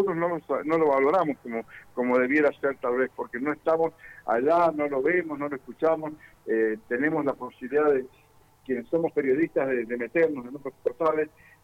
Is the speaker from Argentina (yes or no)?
yes; Argentina; como somos los argentinos